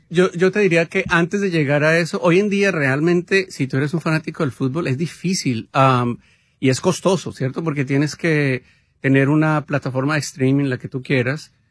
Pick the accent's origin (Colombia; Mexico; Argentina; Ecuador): Colombia; Por ejemplo, yo soy colombiano, entonces puedo decir el equipo de Colombia.